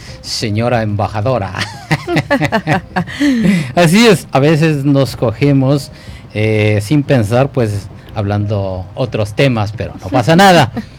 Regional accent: Ecuador; now in Europe; sabemos que somos ecuatorianos

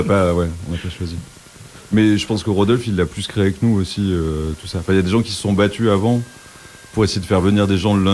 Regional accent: Toulouse, Occitanie, France; now in Brussels, Belgium; Hein, et surprenant de là où je venais de Toulouse, où il se passait plus de trucs.

